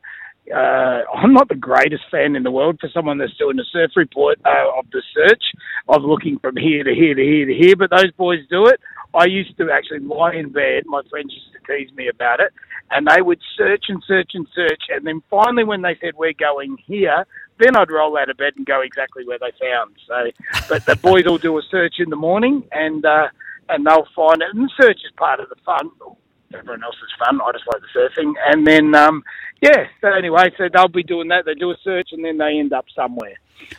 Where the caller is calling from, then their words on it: Australia